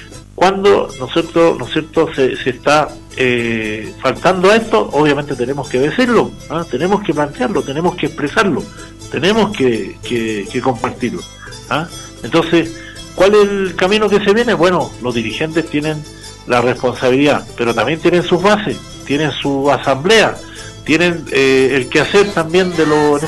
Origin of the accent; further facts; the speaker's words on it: Arica, Arica y Parinacota, Chile; somos ariqueños, amamos Arica, ¿no es cierto? … pero claro, hoy día ser ariqueño es, también es ser pacha, también es ser de los Andes.